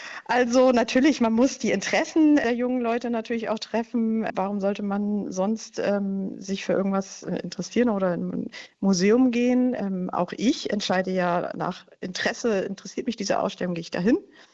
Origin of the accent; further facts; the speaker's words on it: Lübeck, Schleswig-Holstein, Germany; Ich denke beim Mittelalter hauptsächlich an meine Heimatstadt Lübeck.